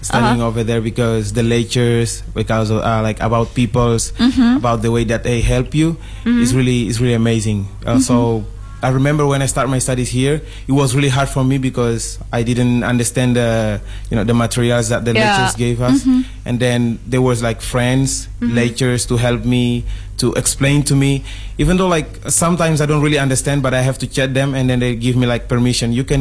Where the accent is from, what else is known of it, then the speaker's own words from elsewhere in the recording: Guinea-Bissau; moved away as an adult; now in Indonesia; I'm from Guinea-Bissau.